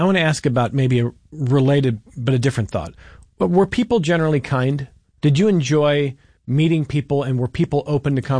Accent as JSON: {"language": "English", "town": "Cleveland", "region": "Ohio", "country": "United States", "said": "Cleveland's the best city. I'm from Cleveland."}